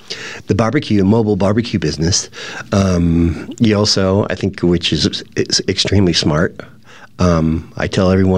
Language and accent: English; San Diego, California, United States; At least I'm from San Diego, and, you know, LA is kind of a dirty word for San Diegans.